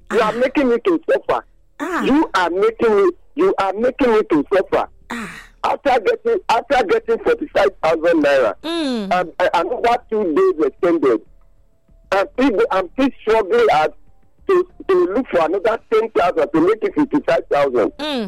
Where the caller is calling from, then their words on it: Zimbabwe; from Zimbabwe.